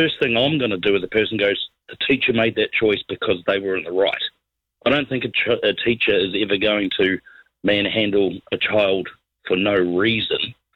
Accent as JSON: {"language": "English", "town": "Christchurch", "region": "Canterbury", "country": "New Zealand", "said": "I mean, you know, I'm from Christchurch"}